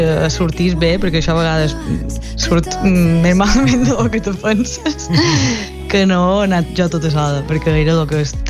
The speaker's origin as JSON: {"language": "Catalan", "region": "Balearic Islands", "country": "Spain", "tie": "born there", "moved": "as an adult", "lives_now": "Barcelona, Spain", "said": "ara valoro molt més pues, lo que és ser d'un poble petit"}